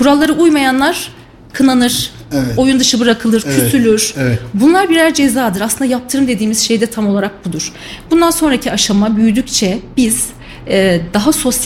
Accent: Eskişehir, Turkey; born there; now in Kayseri, Turkey; 1982 yılı Eskişehir'de doğdum. İlk ve orta öğretimde farklı şehirlerde, farklı okullarda okudum.

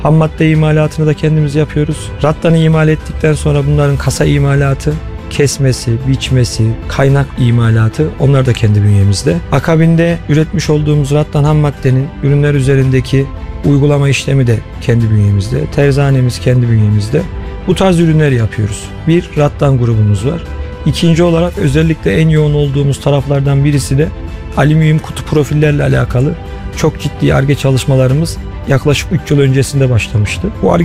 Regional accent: Kayseri, Turkey; 1988 Kayseri doğumluyum. İlk, orta, lise ve lisans öğretimimi Kayseri'de tamamladım.

